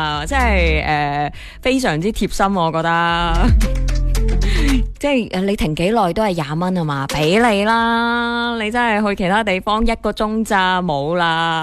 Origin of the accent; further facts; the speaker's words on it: Guangdong, China; 我哋广东人就系咁务实㗎嘛